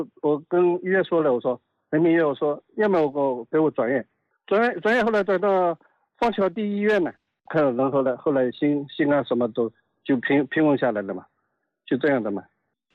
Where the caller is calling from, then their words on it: Fenghua, Zhejiang, China; 我是奉化的。